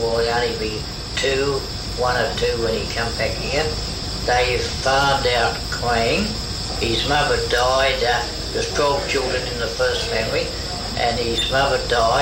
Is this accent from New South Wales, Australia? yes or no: yes; New South Wales, Australia; to 30 William Street, where I stayed the rest of my life. I've never got out of William Street. I was born in Killarney Private Hospital, and that's 20 William Street.